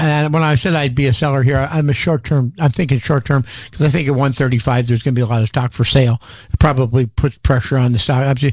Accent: South Dakota, United States; moved away; I think growing up in South Dakota, I never learned how to deal with crowds. we didn't have a lot there.

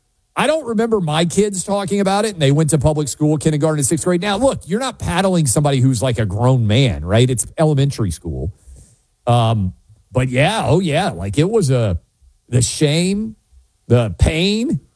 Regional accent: New York City, New York, United States; Growing up in New York City, I would have been very surprised if you still couldn't be paddled in public school classrooms.

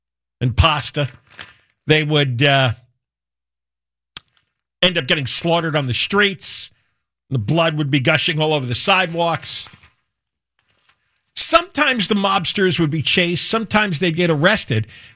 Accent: New Jersey, United States; Now, I've mentioned before, I grew up in New Jersey and watched New York City media.

